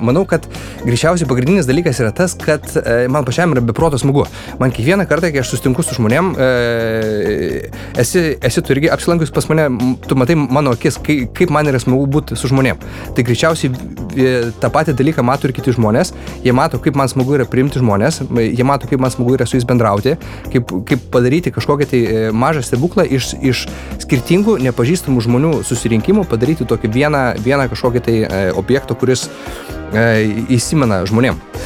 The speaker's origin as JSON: {"language": "Lithuanian", "town": "Panevėžys", "region": "Panevėžys County", "country": "Lithuania", "tie": "born or raised there", "also_born_or_lived": "Vilnius", "moved": "as an adult", "lives_now": "Norway", "said": "aš esu panevėžietis, gimęs ir augęs panevėžyje, paskui išvažiavau mokytis į Vilnių, pasimokiau, dirbu Vilniuje, susiradau meilę, išvažiavom į Norvegiją"}